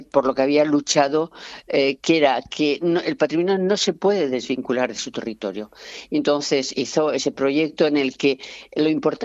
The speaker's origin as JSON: {"language": "Spanish", "town": "Torrelavega", "region": "Cantabria", "country": "Spain", "tie": "born or raised there", "also_born_or_lived": "Noja", "said": "yo soy de ahí, exactamente. Ahí nací en Noja y me crié en Torrelavega."}